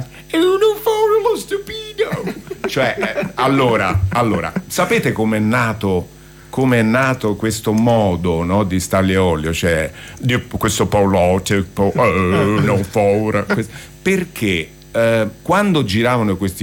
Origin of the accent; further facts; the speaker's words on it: Rome, Lazio, Italy; quando uno è romano come sono io e che parlando con voi si sente che sono romano